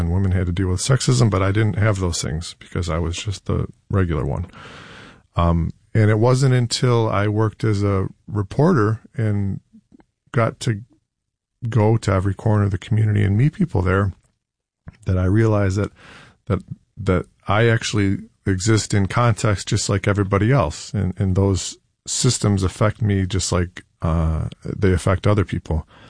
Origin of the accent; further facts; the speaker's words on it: Penfield, New York, United States; I have a similar background to Shane. I grew up in Penfield, and in my own path, I kind of came to that same moment. I grew up in a more or less homogenous community